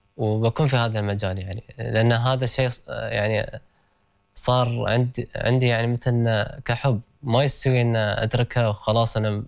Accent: United Arab Emirates; أنا كإماراتي

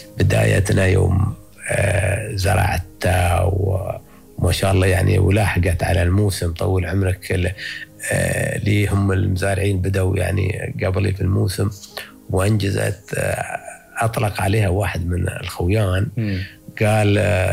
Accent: United Arab Emirates; بمفهومنا نحن كاماراتيين

